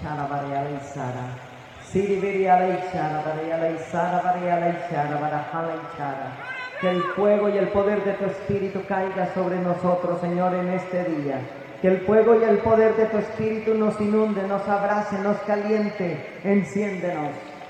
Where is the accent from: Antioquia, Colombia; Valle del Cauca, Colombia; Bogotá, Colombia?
Antioquia, Colombia; Medellín; moved away; Vengo de la ciudad donde está el cartel de Medellín